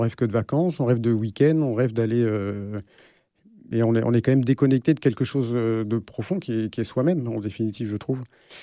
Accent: Normandy, France; moved away; also born or lived in Le Mans / Paris; j'ai passé toute mon enfance en Normandie, et après au Mans, et puis après pour les études d'histoire, je suis monté pour préparer l'agrégation à la Sorbonne. Je suis resté à Paris

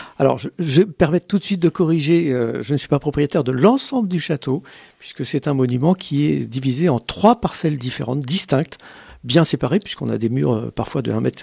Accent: Pays de la Loire, France; born there; Alors moi, de naissance, je suis angevin

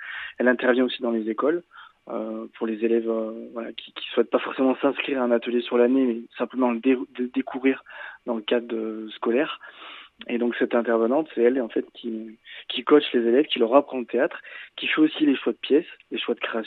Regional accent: Solignac-sur-Loire, Auvergne-Rhône-Alpes, France

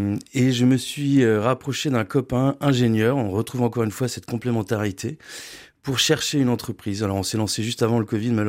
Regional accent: Lille, Hauts-de-France, France; also born or lived in Paris; moi je suis Lillois, j'ai fait ma scolarité à Marcq-en-Barœul, dans la région, et j'ai ensuite fait l'ESC Lille, qui s'appelle maintenant Schema, donc voilà, toutes mes études sur Lille. J'ai commencé à travailler à Paris

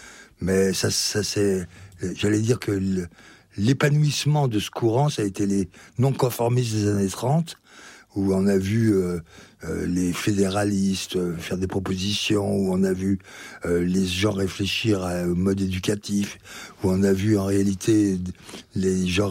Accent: Belley, Auvergne-Rhône-Alpes, France; je suis chez moi à Belay. Mes parents, mon père y a exercé son activité économique et en même temps était premier adjoint. Ma mère est née là et nous a élevés ici.

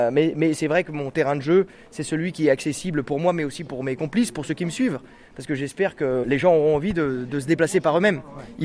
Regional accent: Sablé-sur-Sarthe, Pays de la Loire, France; Mais moi, je me sens pas normand. À Alençon, j'y suis resté 6 mois. Moi, j'ai grandi à Sablé-sur-Sarthe.

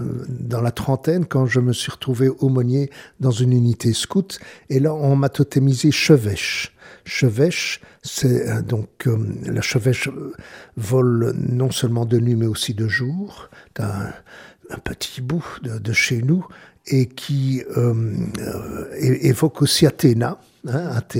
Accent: Liège, Wallonia, Belgium; J'ai grandi à Liège, dans un quartier qui s'appelle Outremeuse, que la plupart des Wallons connaissent, peut-être même des Flamands, en Belgique

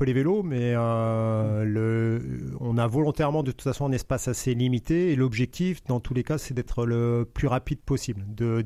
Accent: France; moved away; Je suis parti de la France la première fois en 1998.

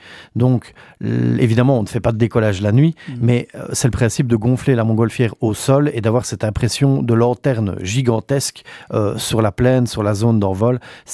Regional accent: Hotton, Wallonia, Belgium; c'est vraiment la vue en plus chez nous, à Auton, est vraiment magnifique.

